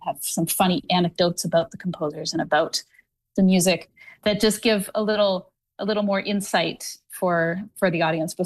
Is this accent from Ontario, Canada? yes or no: yes; Listowel, Ontario, Canada; I think this is a bit of like me giving back the best of myself to the place where I grew up. So I grew up in Listowel, but I spent my summers and sometimes weekends in the winters up on the Bruce.